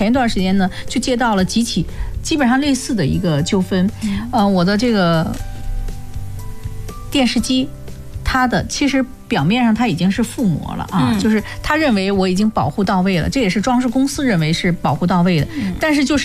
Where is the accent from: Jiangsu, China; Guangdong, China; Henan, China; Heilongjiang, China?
Jiangsu, China; Lianyungang; accent: Lianyungang dialect; 如果说我们连云港方言的话